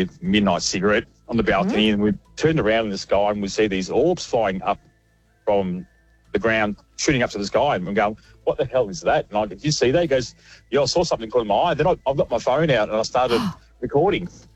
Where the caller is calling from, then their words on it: Melbourne, Victoria, Australia; I'm from Melbourne